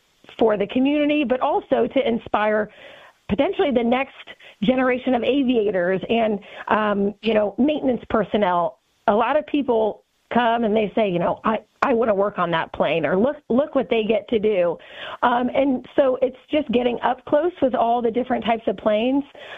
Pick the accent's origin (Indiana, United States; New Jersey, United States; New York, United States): Indiana, United States; Indianapolis; So I grew up in Indianapolis. I was born right in Indy